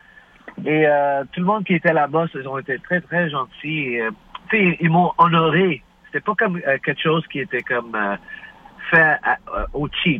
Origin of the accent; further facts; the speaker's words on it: Montreal, Quebec, Canada; on vient de Montréal, c'est vraiment humide ici à Montréal.